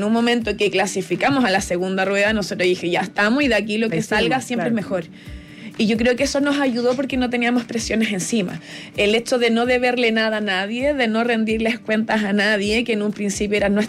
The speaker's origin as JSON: {"language": "Spanish", "town": "Talcahuano", "region": "Biobío", "country": "Chile", "moved": "yes", "said": "yo me vine de Talcahuano, yo soy de Talcahuano"}